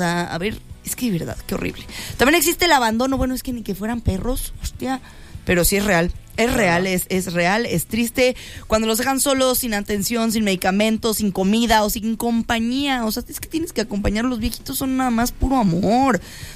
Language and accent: Spanish; Mexico